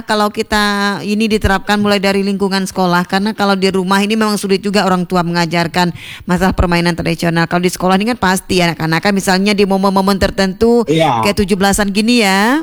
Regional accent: Natuna, Riau Islands, Indonesia; kalau kami di Natuna ini

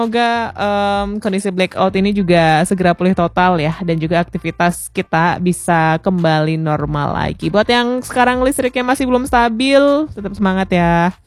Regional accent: Pekanbaru, Riau, Indonesia; kita sebagai warga Pekanbaru ataupun warga Sumatera

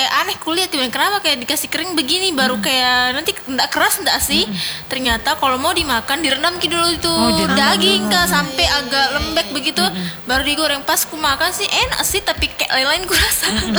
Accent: East Nusa Tenggara, Indonesia; Kalau kami tuh di NTT pernah itu ke dulu kalau enggak salah waktu hari kurban. Ada tuh di kampungku datang ki orang mau kurban kayak banyak sekali tuh Kak.

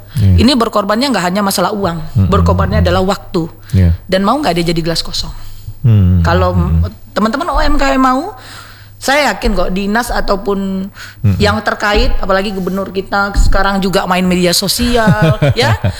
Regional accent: Padang, West Sumatra, Indonesia; Saya besar dan lahir di Parak Laweh.

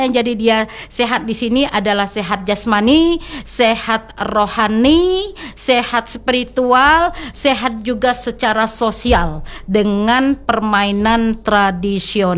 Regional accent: Palembang, South Sumatra, Indonesia; kita sebagai warga Palembang, masyarakat Kota Palembang

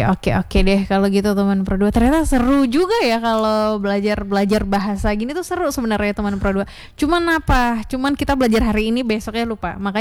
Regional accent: West Sumatra, Indonesia; first language Minangkabau; Bahasa ibunya adalah bahasa Minang kalau kita orang Minang

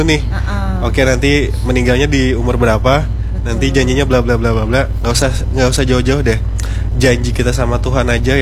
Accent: South Kalimantan, Indonesia; Makanya kan kalau kita orang Banjar sendiri kan kita punya adat ya minta rela.

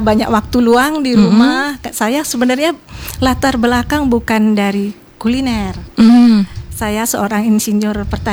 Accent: Java, Indonesia; di situ kebetulan saya kan dari Jawa, dapat suami orang Minang

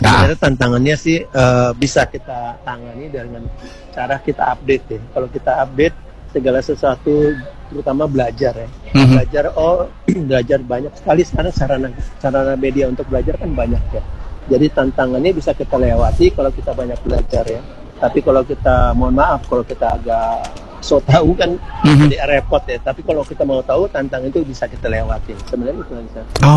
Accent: Manado, North Sulawesi, Indonesia; Iya, betul, kita dari Manado.

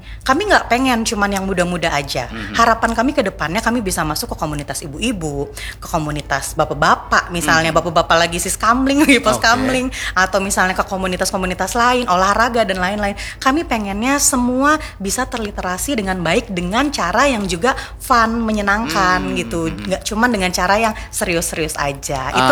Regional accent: South Kalimantan, Indonesia; kita orang Banua

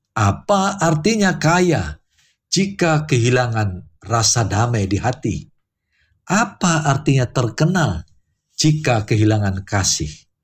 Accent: Indonesia

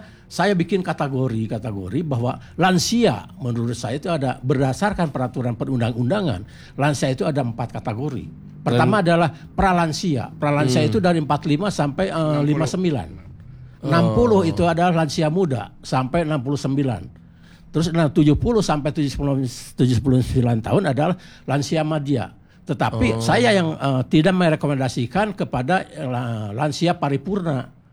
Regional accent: Bandung, West Java, Indonesia; saya orang Bandung

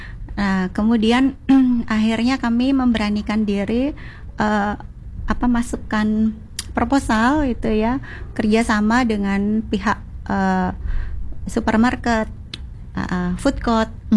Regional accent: Denpasar, Bali, Indonesia; Tiang aslinya dari Sesetan, itu dekat dengan pantai ya.

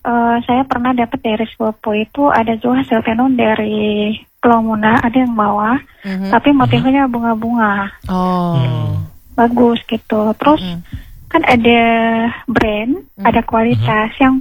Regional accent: Buton, Southeast Sulawesi, Indonesia; Ya, dari saya dari Buton Siompo, Buton Bimina Pada.

